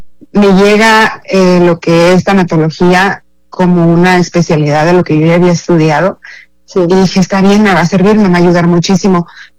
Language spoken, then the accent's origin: Spanish; Sonora, Mexico; moved away as an adult; now in Culiacán, Mexico; yo no soy de aquí, del estado de Sinaloa, soy de Sonora. Sí. Y el año que me vine para acá fue en el 2004.